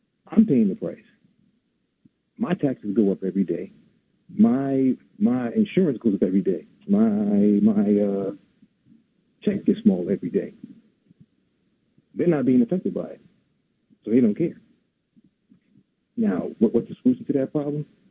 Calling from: Bloomfield, United States; calling from Bloomfield.

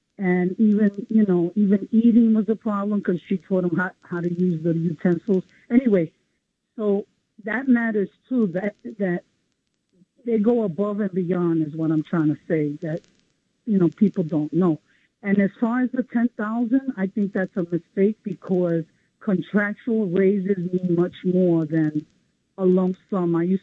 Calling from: New York City, New York, United States; from the Bronx.

